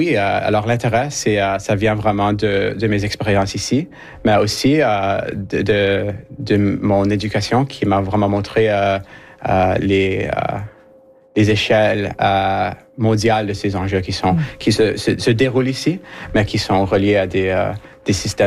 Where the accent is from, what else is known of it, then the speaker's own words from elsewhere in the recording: Rustico, Prince Edward Island, Canada; also born or lived in British Columbia; Oui, alors je viens de l'île du Prince-Édouard, je viens de Rustico et j'ai commencé mes études à l'école francophone en Rustico Sud.